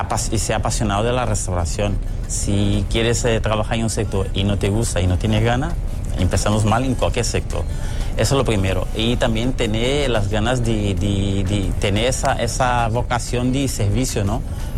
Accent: Brazil; moved away; Yo soy brasileño y padre catalán, español y madre brasileña. Cuando llegué a España, terminé los estudios, ¿no?

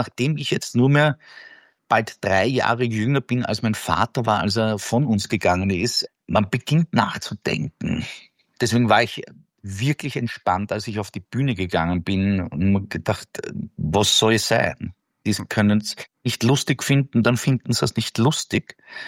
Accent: Vienna, Austria; Also der Tod ist für uns Wiener ja eine lustige Episode

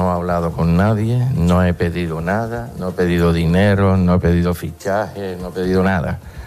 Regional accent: Canary Islands, Spain; que como canario, pues para mí, como canario y como amor que tengo a la Unión Deportiva Las Palmas

